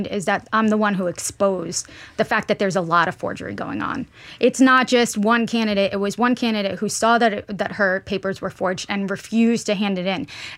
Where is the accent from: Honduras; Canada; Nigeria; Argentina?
Honduras; moved away as an adult; now in United States; I'm an immigrant who came to this country. I'm Hispanic. I'm from Honduras.